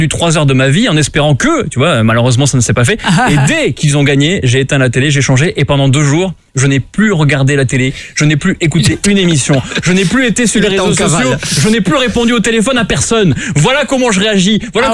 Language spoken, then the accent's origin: French; Agen, Nouvelle-Aquitaine, France; now in Paris, France; parce que moi, j'ai grandi à Agen, tu vois, tu connais un peu cette bourgade d'Agen.